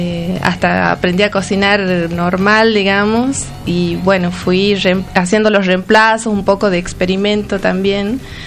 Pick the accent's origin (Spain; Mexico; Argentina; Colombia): Argentina; Salta; moved away; also born or lived in Tucumán; soy salteña